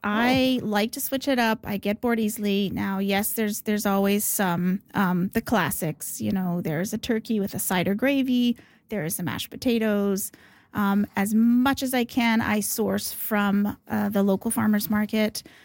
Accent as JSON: {"language": "English", "region": "Yukon", "country": "Canada", "tie": "born or raised there", "also_born_or_lived": "Canadian Prairies / British Columbia", "said": "born on the prairies to a Ukrainian family, then I grew up in the Yukon off-grid, raising chickens and rabbits and learning to forage and fish and grow food."}